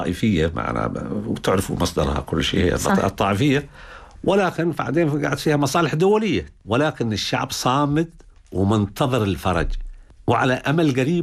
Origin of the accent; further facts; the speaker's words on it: Marib, Yemen; أنا من كوين سبا، عشان فكرة أنا من مدن مارب اللي هي ملكة سبا، فيها سبا.